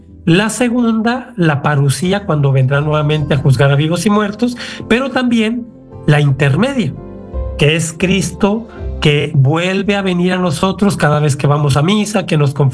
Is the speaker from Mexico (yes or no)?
yes; Mexico; moved away as an adult; also born or lived in Ecuador; now in Cancún, Mexico; Por cuestiones de la vida, pues vine a México, yo soy mexicano, y entonces, pues un problema de salud, entonces ya me quedé acá.